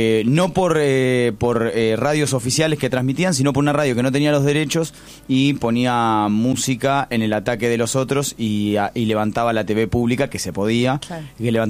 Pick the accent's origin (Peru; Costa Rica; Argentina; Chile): Argentina; nosotros las entendemos como argentinos por haber salido de esos potreros